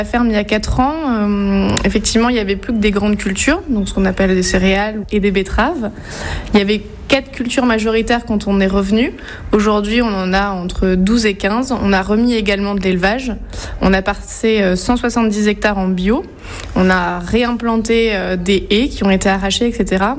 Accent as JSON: {"language": "French", "town": "Strasbourg", "region": "Grand Est", "country": "France", "tie": "born or raised there", "also_born_or_lived": "Toulouse", "moved": "as an adult", "lives_now": "Aisne, France", "said": "je suis née en Alsace, j'ai grandi à Strasbourg où j'ai fait toute ma scolarité jusqu'au lycée. Et après, je suis partie à Toulouse pour faire des études d'ingénieur agricole."}